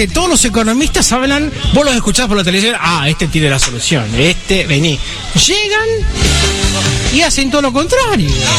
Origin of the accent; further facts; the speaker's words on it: Ingeniero Luiggi, La Pampa, Argentina; Sí, de Ingeniero Luigi.